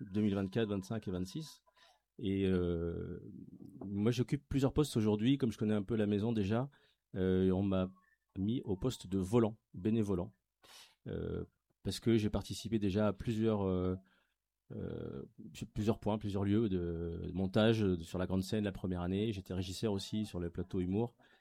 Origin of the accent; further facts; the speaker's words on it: Île-de-France, France; moi, je viens de Paris, la région parisienne.